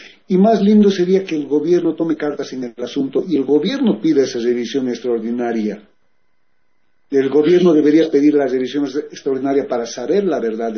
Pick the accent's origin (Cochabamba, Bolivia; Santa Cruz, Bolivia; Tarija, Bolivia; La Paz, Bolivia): Cochabamba, Bolivia; Cliza province; moved away; also born or lived in United States; Yo soy boliviano, yo he nacido en Bolivia, pero me he ido a Estados Unidos. Soy de Cochabamba, pero he vivido hasta mis 10 años en una provincia de Clisa.